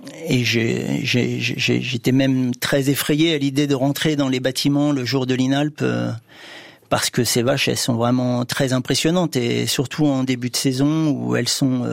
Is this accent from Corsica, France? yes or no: no; Normandy, France; Non, moi je suis originaire de Normandie, mes parents étaient issus du milieu agricole